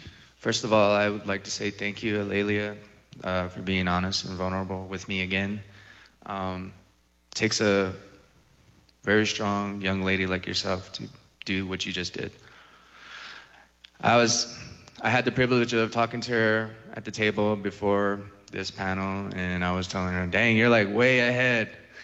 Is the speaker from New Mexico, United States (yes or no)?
yes; Zuni, New Mexico, United States; born there; I was born here in Zuni, New Mexico on September 3rd, 1995.